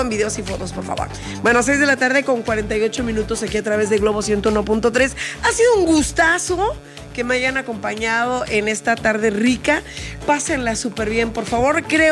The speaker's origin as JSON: {"language": "Spanish", "town": "San Miguel Xochitl", "country": "Mexico", "moved": "yes", "said": "mi familia que está allá en mi pueblo hermoso que se llama San Miguel Xochitl"}